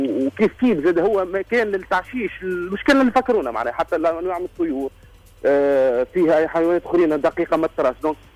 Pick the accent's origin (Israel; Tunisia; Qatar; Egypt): Tunisia; عندنا في تونس